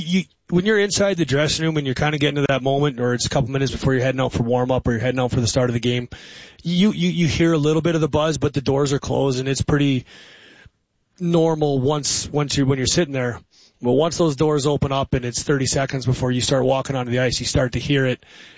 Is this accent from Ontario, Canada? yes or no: no; Kelowna, British Columbia, Canada; winning it in my hometown